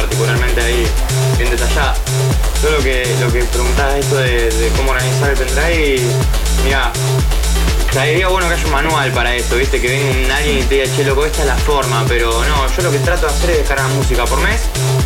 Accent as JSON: {"language": "Spanish", "town": "María Susana", "region": "Santa Fe", "country": "Argentina", "said": "yo soy de María Susana"}